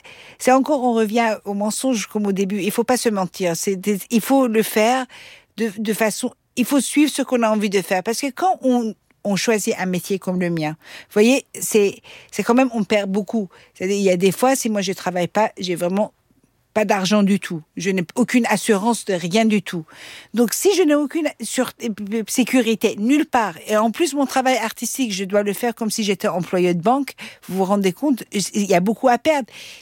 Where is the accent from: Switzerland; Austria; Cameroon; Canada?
Austria; first language Persian; French is a second language; Je dis, moi, je parlais le persan, mes parents, ils m'ont mis dans une école francophone, après j'ai grandi en Autriche